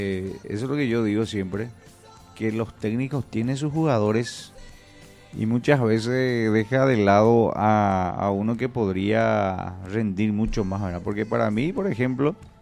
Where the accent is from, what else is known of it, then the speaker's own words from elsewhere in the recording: Uruguay; Y porque somos uruguayos o porque tenemos la celeste, vamos a ganar